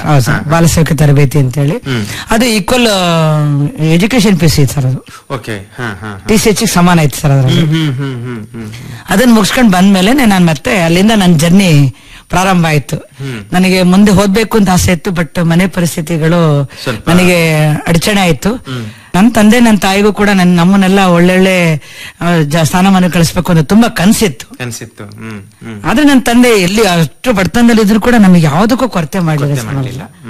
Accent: Chikkamagaluru district, Karnataka, India; born or raised there

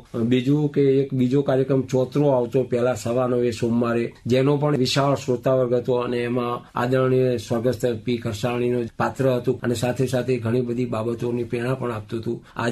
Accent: Patan district, Gujarat, India; મારું ગામ ડેર, તાલુકો જિલ્લો પાટણ.

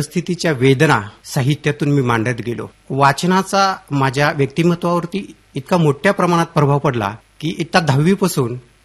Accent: Godgaon, Maharashtra, India; born or raised there

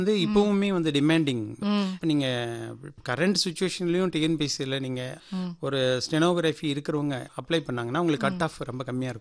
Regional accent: Nallikundan Palayam, Tamil Nadu, India; என்னோட சொந்த ஊர் வந்து தாலக்கரை நல்லிக்குண்டன் பாளையம் பொள்ளாச்சி வட்டாங்க மேடம். என்னோட படிப்பு எல்லாம் டி காளிப்பாளையம்னு ஒரு வில்லேஜ், அங்க என்னுடைய 10th வரைக்கும் அங்க இருந்தேன்.

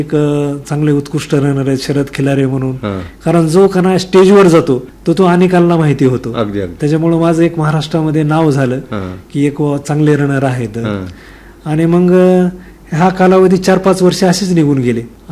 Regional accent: Maharashtra, India; माझं मूळ गाव पिठी आहे

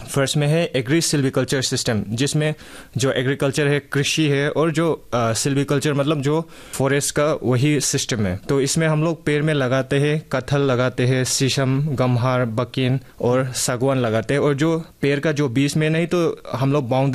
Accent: Imphal, Manipur, India; moved away; इम्फाल में जो मेरा होम टाउन है

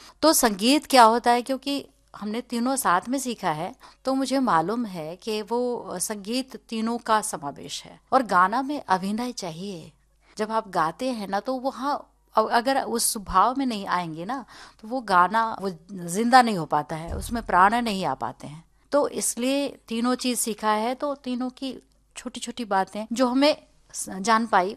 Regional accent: Araria district, Bihar, India; born there; हमारा जन्म हुआ अररिया जिले में।

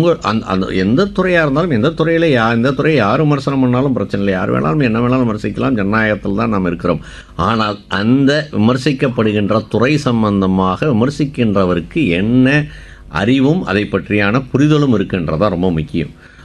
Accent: Madurai, Tamil Nadu, India; என்னுடைய சொந்த ஊர் மதுரை.

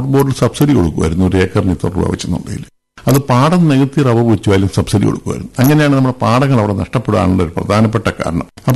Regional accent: Pala, Kerala, India; കുട്ടിക്കാലം പ്ലാശനാൽ LP സ്കൂളിലാണ് 1 മുതൽ 4 വരെ പഠിച്ചത്.

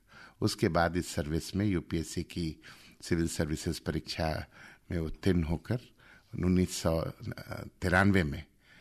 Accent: Bhagalpur, Bihar, India; born there; also born or lived in Sahebganj / Delhi; now in Bilaspur, India; मेरा जन्म भागलपुर बिहार में हुआ

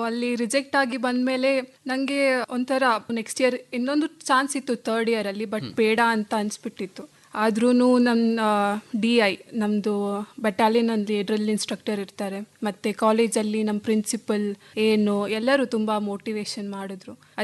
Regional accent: Kodagu, Karnataka, India; moved away as an adult; now in Mysore, India; ಇಲ್ಲಿ ನಂದು ಊರು ಕೊಡಗು, JSS ವುಮೆನ್ಸ್ ಕಾಲೇಜಲ್ಲಿ BSc ಓದ್ತಿದ್ದೀನಿ ಥರ್ಡ್ ಇಯರಲ್ಲಿ.

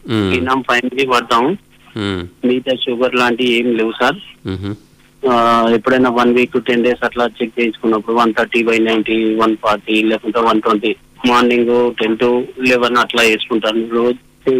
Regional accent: Zaffergadh, Telangana, India; మాది జనగాం జిల్లా జఫర్గడ్డ సార్.

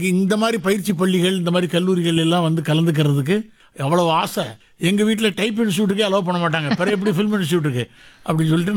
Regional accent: Kovilpatti, Tamil Nadu, India; also born or lived in Virudhunagar; ஆமா, நான் பிறந்தது வந்து விருதுநகர், படிச்சது வளர்ந்தது எல்லாமே கோவில்பட்டி.

